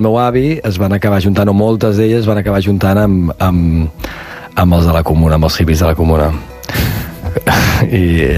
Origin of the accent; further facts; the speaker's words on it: Catalonia, Spain; Jo sóc molt concretament d'un lloc. Si em diuen d'un soc, jo dic que sóc de l'Empordanet. I m'hi sento molt. I sóc molt de poble, jo.